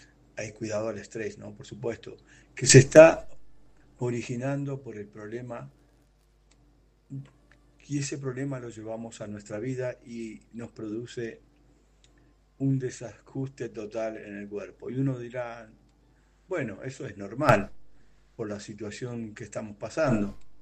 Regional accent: Argentina; now in Chile; ciudad de Los Muermos, ubicada en la 10ª región de Chile … soy de Argentina

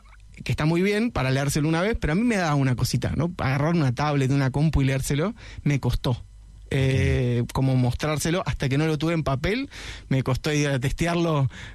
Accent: Argentina; ya sé que soy argentino

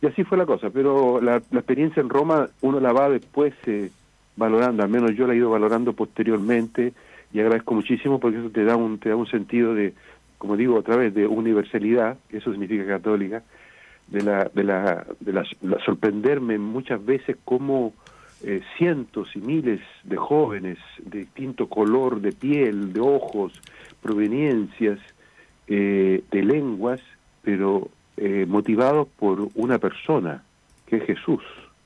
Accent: Chile; now in Chiloé, Chile; toda la cultura chilota es una riqueza como chileno, ser parte también de esta historia de acá, de Chiloé.

